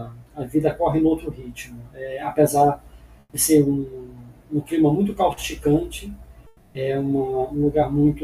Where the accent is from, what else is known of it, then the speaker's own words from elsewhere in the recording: Belém, Pará, Brazil; moved away as an adult; now in Cajazeiras, Brazil; Na verdade, eu sou de Belém do Pará, mas eu moro de fato, Adriana, na Paraíba. A cargo do trabalho, eu estou aqui há 13 anos, numa cidade chamada Cajazeiras.